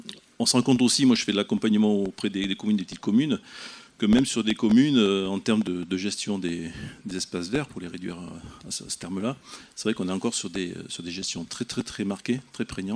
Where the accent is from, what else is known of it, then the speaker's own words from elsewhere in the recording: Nouvelle-Aquitaine, France; je suis originaire de Dordogne